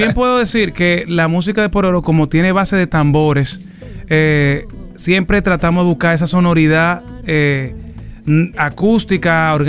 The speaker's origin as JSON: {"language": "Spanish", "country": "Dominican Republic", "said": "nuestras identidades como dominicano va cambiando."}